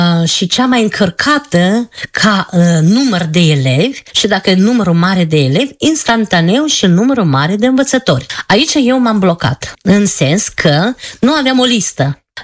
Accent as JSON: {"language": "Romanian", "town": "Bravicea", "region": "Călărași District", "country": "Moldova", "tie": "born or raised there", "moved": "yes", "lives_now": "Cluj, Romania", "said": "dragostea față de satul meu, peste Bravicea."}